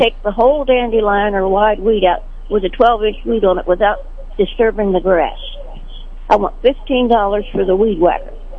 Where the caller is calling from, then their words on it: Sedalia, Missouri, United States; I'm calling from Sedalia, and I have two items.